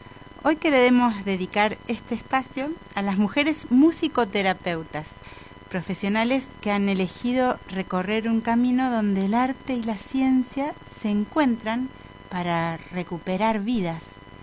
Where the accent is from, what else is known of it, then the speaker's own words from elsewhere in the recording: Patagonia, Argentina; soy cantora de la Patagonia.